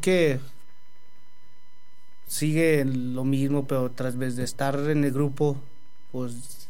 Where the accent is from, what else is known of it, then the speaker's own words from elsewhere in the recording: San José de Lourdes, Zacatecas, Mexico; yo soy originario de San José.